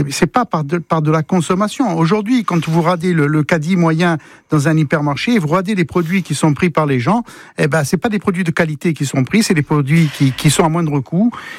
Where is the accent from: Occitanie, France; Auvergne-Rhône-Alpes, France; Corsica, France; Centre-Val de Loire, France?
Corsica, France; Chez nous en Corse